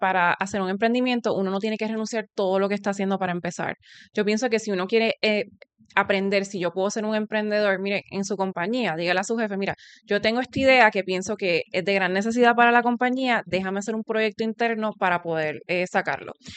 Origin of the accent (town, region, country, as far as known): Puerto Rico; born there; moved away as an adult; also born or lived in New York / Amsterdam